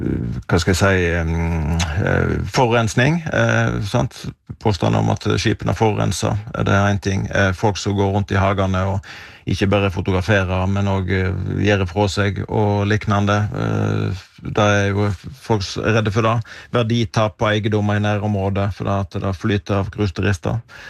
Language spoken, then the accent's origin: Norwegian; Vestland, Norway